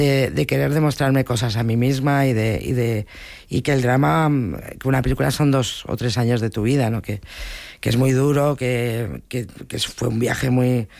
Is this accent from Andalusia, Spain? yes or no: no; Bilbao, Basque Country, Spain; yo soy de Bilbao y volver a casa, volver a contar esto